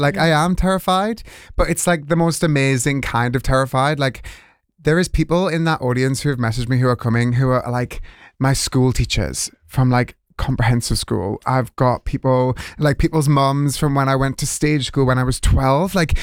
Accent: South Shields, North East England, United Kingdom; moved away; come home and, like, tell my story to my hometown

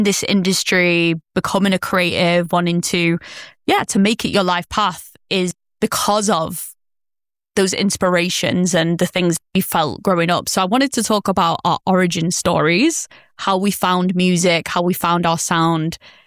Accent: Manchester, North West England, United Kingdom; I was a Pakistani girl growing up in Manchester

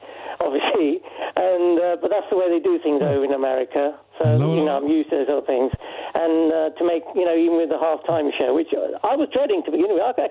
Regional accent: England, United Kingdom; the only other player for me, I'm not just saying it because I'm English or biased, is Jude Bellingham.

